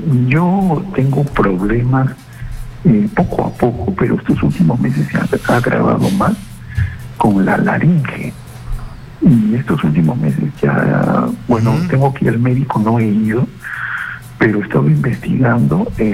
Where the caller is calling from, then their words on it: Lima, Peru; de Miraflores.